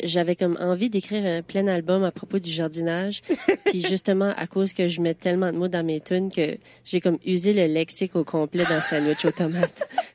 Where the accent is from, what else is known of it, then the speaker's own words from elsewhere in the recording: Canada; now in Moncton, Canada; Moi, je suis acadienne, mais je suis pas chiac. Je suis à cette heure parce que ça fait longtemps que j'habite à Moncton